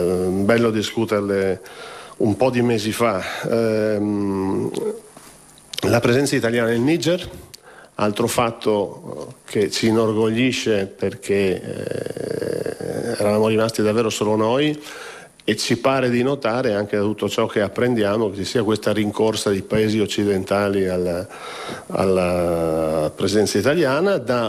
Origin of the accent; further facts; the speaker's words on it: Trieste, Friuli-Venezia Giulia, Italy; io tra l'altro vengo da Trieste, quindi sono paesi che ho vicino e conosco